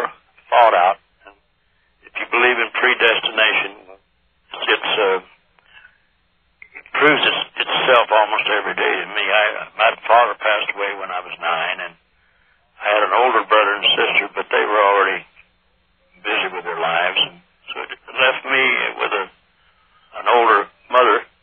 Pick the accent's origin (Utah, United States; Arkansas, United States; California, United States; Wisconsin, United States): California, United States; I'm from California, and just happened to be in Tennessee tonight.